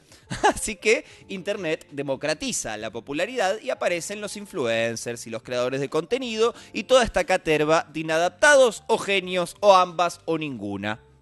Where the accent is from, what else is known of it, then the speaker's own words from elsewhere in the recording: Argentina; los millennials y los centennials argentinos